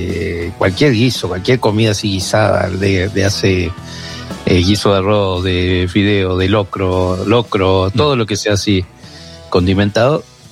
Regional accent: Corrientes, Argentina; Yo soy el único correntino en el universo que no le gusta la mandioca.

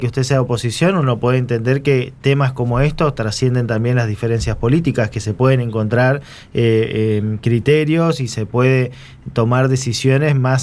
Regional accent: Argentina

